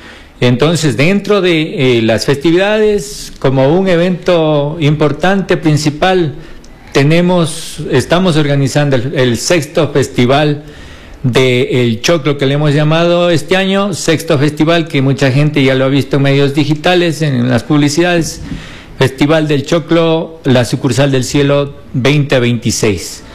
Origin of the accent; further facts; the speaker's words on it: San Vicente, Bolívar, Ecuador; como buenos fiesteros que somos de San Vicente, de toda la provincia de Bolívar y el Ecuador entero